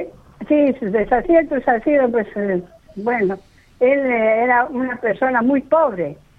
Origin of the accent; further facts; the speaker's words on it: Huancavelica, Peru; moved away; que fue a mi tierra, Huancavelica